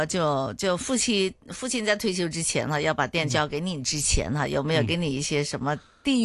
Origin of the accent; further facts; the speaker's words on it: Chaozhou, Guangdong, China; 这就是我们潮州人，就是传统潮州人